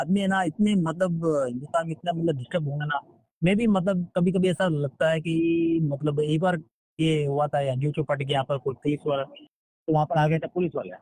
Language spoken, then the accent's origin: Hindi; Rajasthan, India; now in Mumbai, India; और मैं राजस्थान का रहने वाला हूँ। सर जी, मैं राजस्थान का रहने वाला हूँ